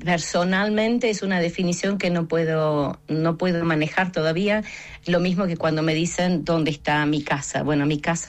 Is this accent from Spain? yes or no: no; Argentina; now in Wales, United Kingdom; Soy argentina y soy galesa al mismo tiempo.